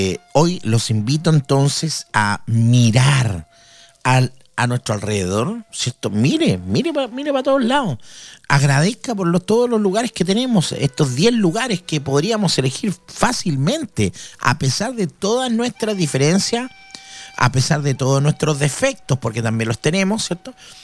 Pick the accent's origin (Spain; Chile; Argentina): Chile; grande en nuestro país